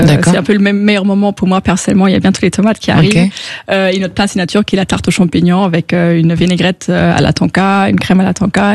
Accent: Luxembourg; moved away as an adult; now in Paris, France; moi, je viens du Luxembourg, évidemment. Donc, du coup, de venir à Paris et du coup, de s'installer tout nouveau

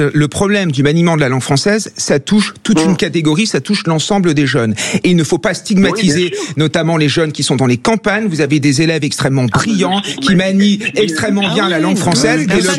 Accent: Grand Est, France; moi je viens des Ardennes, je connais ces jeunes

